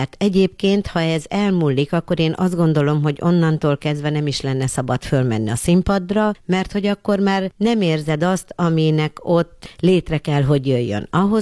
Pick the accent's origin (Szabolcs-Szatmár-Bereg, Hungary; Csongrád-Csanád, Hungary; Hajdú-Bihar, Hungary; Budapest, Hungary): Szabolcs-Szatmár-Bereg, Hungary; Egy nagyon pici kis faluban nőttem föl, Szabolcs-Szatmár-Bereg megyében, nagyon kevesen laktak a kis faluban